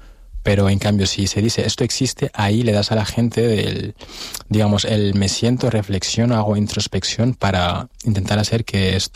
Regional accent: Canary Islands, Spain; born there; also born or lived in Senegal; que hables con tu acento y te digan, vale, hablas bien, pero ¿de dónde es tu acento? Y si digo, nací en Canarias

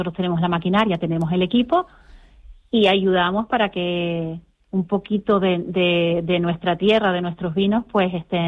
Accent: Canary Islands, Spain

